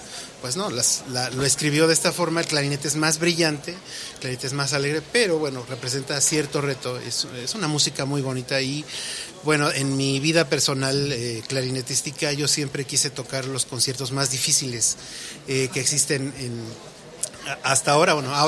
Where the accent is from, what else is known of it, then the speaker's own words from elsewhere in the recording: San Agustín Tlacotepec, Oaxaca, Mexico; Yo soy de San Agustín Tlacotepec, que pertenece al distrito de Tlaxiaco.